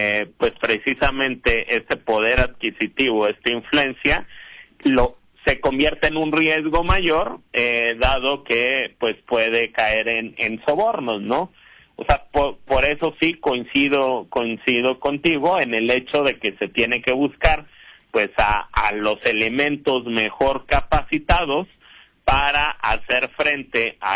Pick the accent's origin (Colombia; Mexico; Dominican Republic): Mexico; el marco legal de nuestro país es muy claro